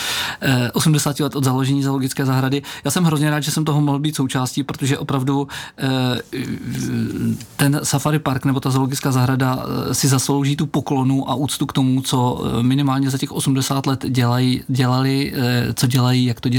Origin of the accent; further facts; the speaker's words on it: Dvůr Králové nad Labem, Hradec Králové Region, Czechia; kdykoliv jsem v České republice a řeknu, že jsem ze Dvora Králové